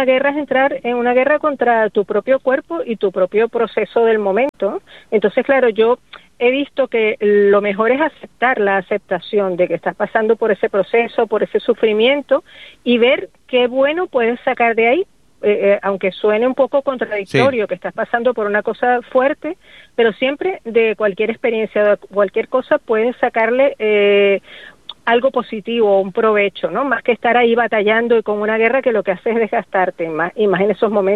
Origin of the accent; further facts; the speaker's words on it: Venezuela; now in Gran Canaria, Spain; Sí, tengo ya más de 20 años viviendo en Gran Canaria, o sea que puedo decir ya que soy mitad canaria, mitad venezolana, por decirlo de alguna manera.